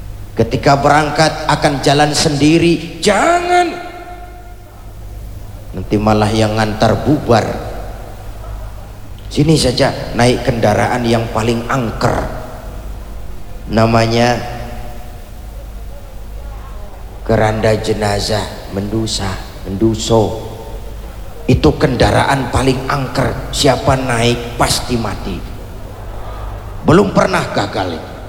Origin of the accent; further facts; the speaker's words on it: Indonesia; di negeri ini kita dilahirkan, udara negeri ini yang kita hirup, air negeri ini yang kita minum.